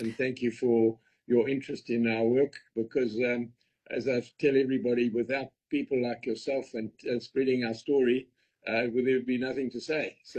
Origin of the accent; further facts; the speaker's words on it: Bulawayo, Zimbabwe; also born or lived in Zambia / Cape Town, South Africa / Port Elizabeth (Gqeberha), South Africa; now in Gqeberha, South Africa; although I was born in Zambia, but only lived there for about 5 years and moved to Bulawayo in Rhodesia, as it was then.